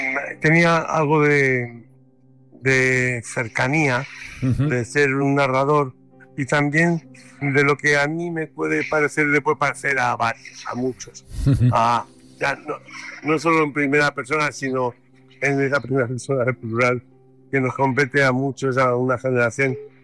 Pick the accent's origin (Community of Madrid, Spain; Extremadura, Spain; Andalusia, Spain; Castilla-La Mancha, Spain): Community of Madrid, Spain; Alcalá de Henares; now in Madrid, Spain; soy de Alcalá, soy de la diócesis Madrid-Alcalá.